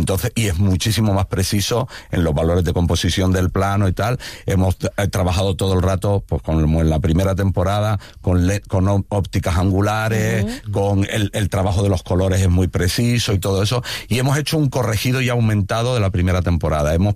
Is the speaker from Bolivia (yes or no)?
no; Canary Islands, Spain; tiene que ver con una cosa hiperbólica mía, de que debo ser como por canario, no sé, que somos carnavaleros y exagerados.